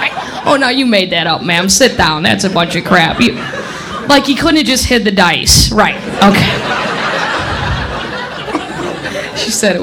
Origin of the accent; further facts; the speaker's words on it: Midwest, United States; now in Los Angeles, United States; I'm from the Midwest. I never thought about an earthquake taking place in the middle of the night.